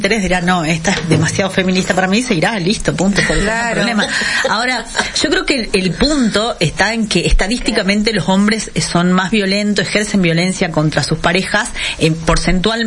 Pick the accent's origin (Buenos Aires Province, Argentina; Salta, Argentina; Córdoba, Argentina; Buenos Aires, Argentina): Salta, Argentina; Animaná; yo soy de los Valles Cachaquíes